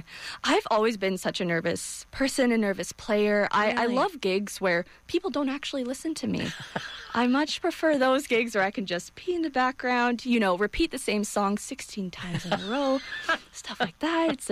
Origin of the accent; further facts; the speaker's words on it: Edmonton, Alberta, Canada; So I grew up in the Edmonton area, mm-hmm. in Alberta.